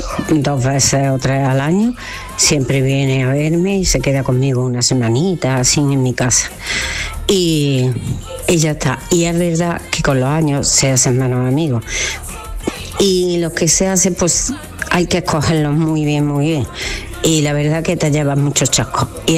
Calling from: Villafranca de Córdoba, Andalusia, Spain; de Villafranca.

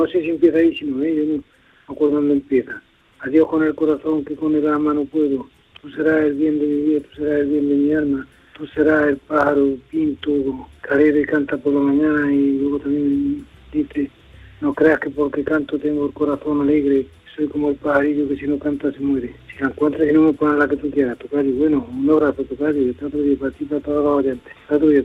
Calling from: Villanueva de Córdoba, Andalusia, Spain; Soy tu tocayo de Villanueva de Córdoba.

